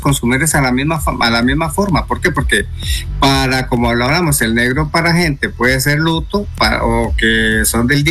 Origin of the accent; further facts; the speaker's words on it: Costa Rica; nuestra cultura, como ticos o como costarricenses